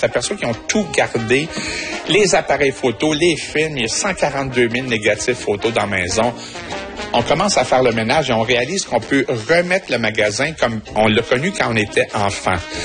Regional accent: Matane, Quebec, Canada; born there; also born or lived in Montreal; je suis né à Matane, j'habite à Matane après un long détour à Montréal

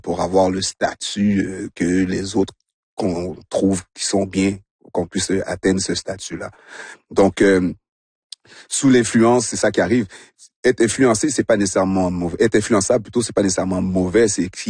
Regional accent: Montreal, Quebec, Canada; born or raised there

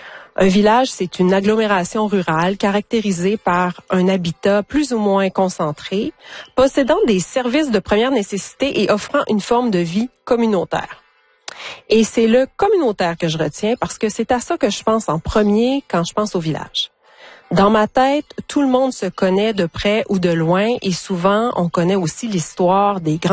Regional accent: Wendake, Quebec, Canada; Mais peut-être pas après tout, parce que c'est le nom du village où j'ai grandi.

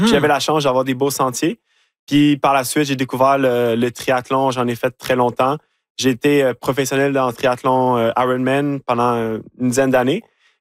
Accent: Sainte-Anne-des-Lacs, Quebec, Canada; also born or lived in Morin-Heights; J'ai grandi dans les Laurentines, fait que c'est vraiment un beau terrain de jeu.

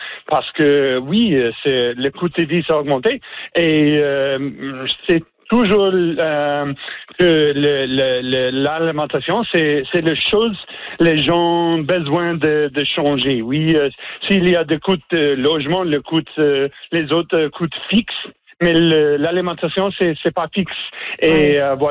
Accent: Newfoundland and Labrador, Canada; French is a second language; chez nous, en Terre-Neuve et Labrador

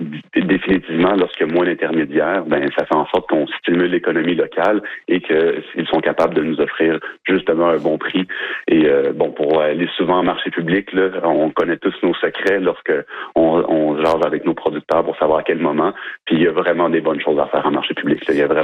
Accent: Trois-Rivières, Quebec, Canada; moi, je suis natif de Trois-Rivières

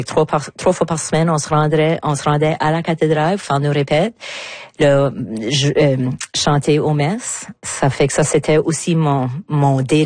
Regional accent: Moncton, New Brunswick, Canada; accent: south-east New Brunswick; also born or lived in Toronto; now in Shediac, Canada; de me demander où je suis née, puis de dire Toronto, c'est pas parce que je viens de l'Ontario. Mes parents, c'est des gens d'ici. Mais mon père avait pris un job pendant une certaine période de temps, 5 ans, avant qu'on soit redéménagé ici à Moncton

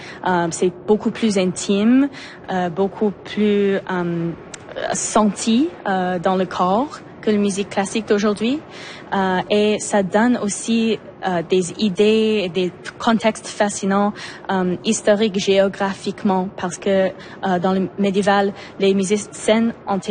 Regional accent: Montreal, Quebec, Canada; parce que on vient de Montréal puis on a essayé de trouver une façon de amener tous les instruments de Montréal jusqu'à Vancouver.

